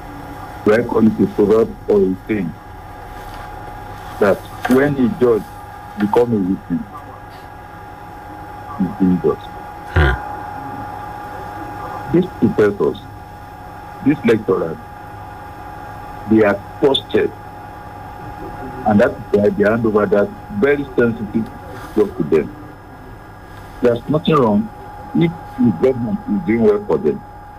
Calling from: Namibia; I'm a delegate, and I'm calling from Namibia.

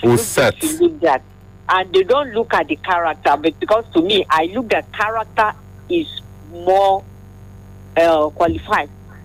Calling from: Amsterdam, North Holland, Netherlands; from Amsterdam.

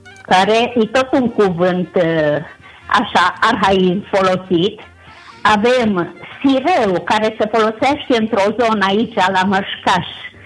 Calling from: Jula, Cluj County, Romania; acasă la Jula, noi fiind sate vecine, dar la noi în sat nu se folosea sireu

